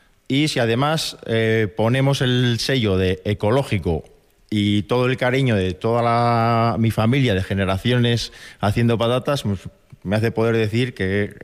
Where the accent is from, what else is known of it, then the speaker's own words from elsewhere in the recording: Villallano, Castile and León, Spain; also born or lived in Salamanca / Burgos; soy de Villallano, un pueblecito de la montaña palentina de unos 40 habitantes. Mis 4 abuelos, mis padres y yo somos agricultores en ese pueblo.